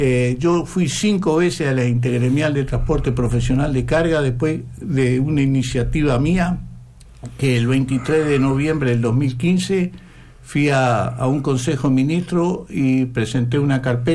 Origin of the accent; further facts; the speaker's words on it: Florida, Uruguay; now in Tacuarembó, Uruguay; yo vengo de una familia de más de 100 años de transporte, que yo vine de Florida, pero que yo incursioné acá a la ciudad de Tacuarembó